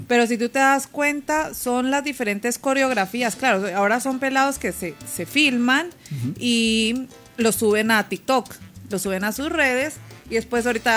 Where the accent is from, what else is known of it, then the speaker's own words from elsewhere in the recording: Quito, Pichincha, Ecuador; born there; accent: Colombian; also born or lived in Cali / Esmeraldas; Sí, pues mi mamá es caleña, mi papá es esmeraldeño, yo nací en Quito, pero o sea, tuve serrana, toda mi mezcla.